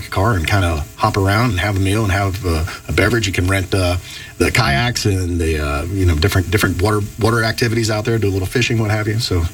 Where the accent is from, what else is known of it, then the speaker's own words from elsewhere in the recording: Southern US, United States; I grew up in the South in a really small town in the country